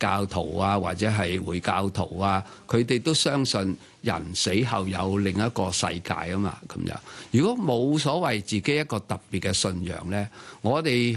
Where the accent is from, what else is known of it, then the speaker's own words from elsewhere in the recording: China; 呢、這個都係充分俾我哋睇到喺我哋中國人嘅家庭裏邊咧，好多時就係遺憾，好多時候就係呢啲歉疚。